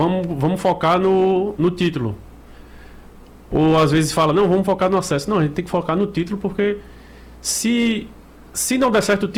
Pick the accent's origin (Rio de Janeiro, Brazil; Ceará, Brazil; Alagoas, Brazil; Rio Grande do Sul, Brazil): Alagoas, Brazil; Maceió; moved away; Eu, como sou de Maceió